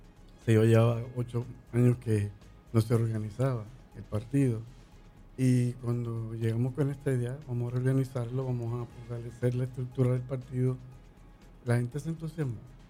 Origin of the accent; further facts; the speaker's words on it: Ceiba, Puerto Rico; moved away as an adult; Yo amo mi pueblo y yo salí de Ceiba